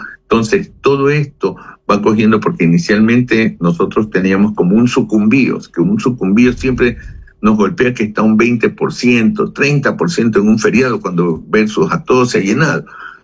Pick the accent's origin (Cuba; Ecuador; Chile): Ecuador; Guayaquil, Guayas; somos los guayaquileños